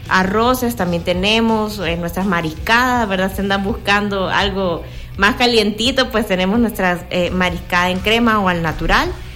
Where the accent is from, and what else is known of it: El Salvador